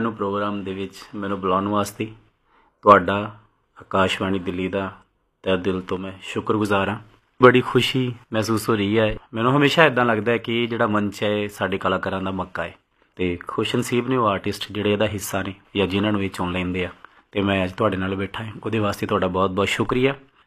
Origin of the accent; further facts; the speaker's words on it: Tarn Taran district, Punjab, India; ਮੈਂ ਪੰਜਾਬ ਦੇ ਉਹ ਤਰਨ ਤਾਰਨ ਡਿਸਟ੍ਰਿਕਟ ਦੇ ਬਿਲਕੁਲ ਬਾਰਡਰ ਲਾਈਨ ਤੋਂ ਆਉਣ ਵਾਲਾ ਮੁੰਡਾ ਹਾਂ